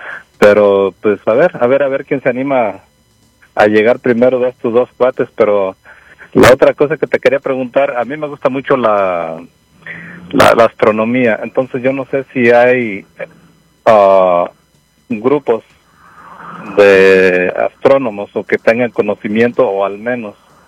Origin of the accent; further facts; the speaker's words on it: Jalisco, Mexico; moved away; ahí era la parte más alta de los Altos de Jalisco, donde yo crecí